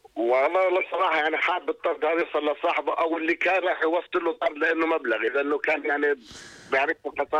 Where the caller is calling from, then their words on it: Jordan; داخل المملكة الأردنية